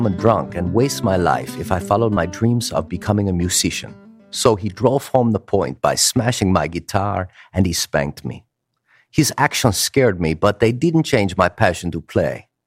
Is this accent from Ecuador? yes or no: yes; Ecuador; English is a second language; moved away as an adult; now in United States; After graduating, I moved from my home country of Ecuador to the United States in hopes of making it big.